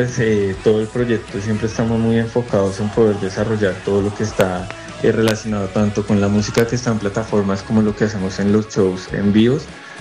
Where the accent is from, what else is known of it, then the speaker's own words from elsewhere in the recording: Colombia; no solo como colombianos, sino como latinos